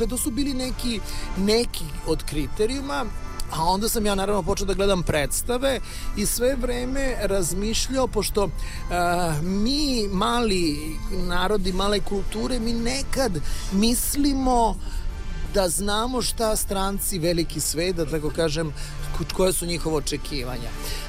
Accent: Belgrade, Serbia; born there; isto poreklom iz Crne Gore, ja jesam rođen u Beogradu, ali … su Crnogorci.

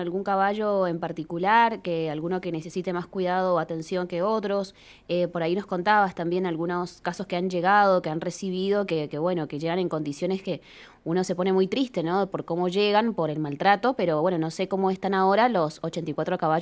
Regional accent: Argentina; Viste que se dice siempre que los mendocinos o los argentinos somos solidarios.

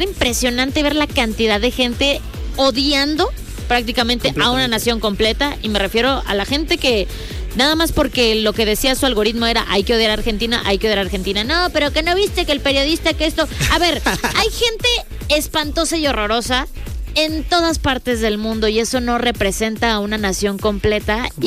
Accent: Mexico; soy mexicana

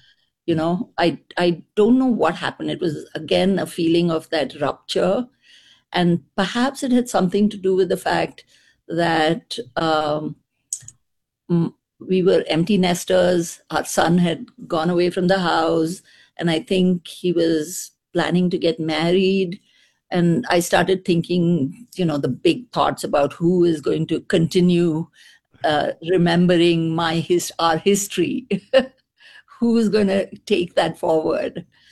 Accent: India; now in Canada; I mean, yes, I grew up in India, but I lived in a different city, a different state, as they call provinces there, every third year.

